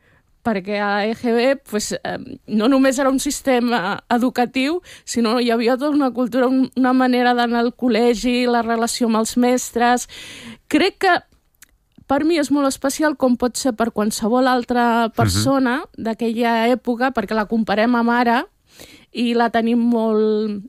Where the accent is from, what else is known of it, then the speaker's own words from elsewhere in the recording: Catalonia, Spain; jo sóc catalana, espanyola, no tinc nostàlgia del Marroc